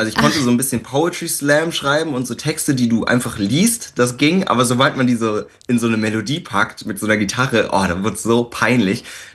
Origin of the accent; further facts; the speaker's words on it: Landsberg am Lech, Bavaria, Germany; born there; moved away as an adult; now in Berlin, Germany; Ich bin ja auf dem Land aufgewachsen und mein Herz schlägt auch noch für Landsberg. Ich bin jetzt gerade in Berlin.